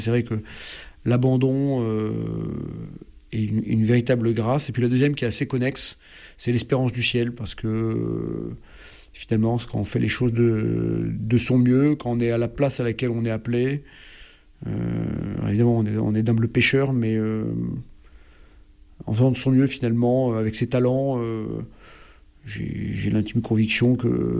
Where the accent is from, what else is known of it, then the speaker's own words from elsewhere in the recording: France; en tant que Français